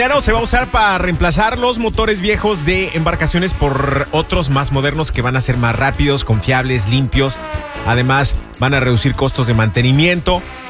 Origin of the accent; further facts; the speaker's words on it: Ameca, Jalisco, Mexico; Si les dieran ahí a mi pueblo, a Meca, Jalisco, 665 millones de dólares.